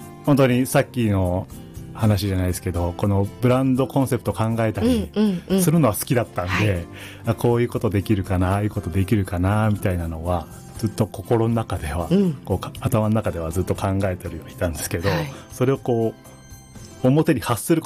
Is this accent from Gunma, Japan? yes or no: yes; Maebashi, Gunma, Japan; 前橋出身なんですけど